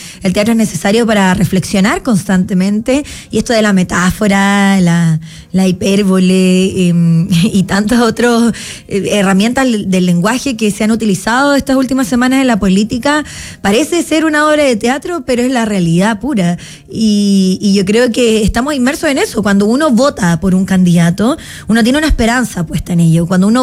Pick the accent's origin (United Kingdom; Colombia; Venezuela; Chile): Chile; nos hace reflexionar como chilenos